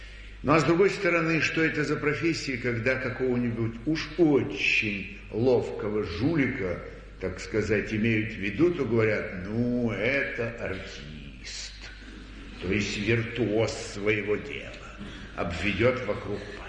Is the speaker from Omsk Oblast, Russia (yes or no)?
yes; Omsk Oblast, Russia; moved away as an adult; also born or lived in Tara; now in Moscow, Russia; Я сам из Сибири, из Омской области. И когда я в 47-м, 48-м, 49-х годах учился в театральном училище в Москве и приезжал в городок Тара, где жили мои родители